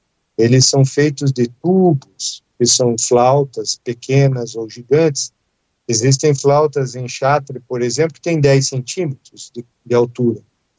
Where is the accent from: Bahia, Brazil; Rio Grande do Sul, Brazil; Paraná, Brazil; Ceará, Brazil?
Paraná, Brazil; Curitiba; born there; Eu nasci em Curitiba, lá na Praça Tiradentes, nós temos uma pequena catedral gótica